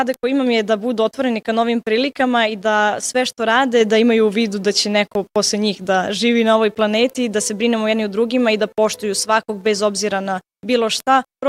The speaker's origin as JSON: {"language": "Serbian", "country": "Serbia", "said": "Naprimjer, ja sam iz Srbije i recimo kod nas nema mnogo ljudi islamske vjeroispovesti"}